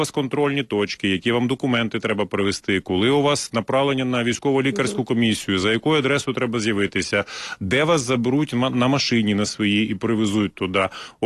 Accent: Luhansk Oblast, Ukraine; я згадую своє дитинство, тому що я народився і виріс на Донбасі, на Луганщині, і поруч зі мною завжди були або шахтарі, або металурги.

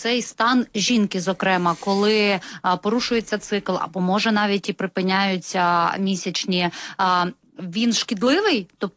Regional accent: Kyiv, Ukraine; ми, кияни, переживаємо там 4 цих роки, уже 5-й

